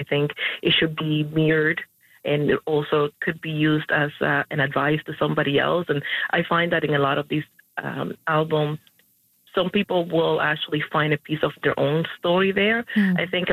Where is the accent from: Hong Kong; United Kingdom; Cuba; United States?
Cuba; now in Canada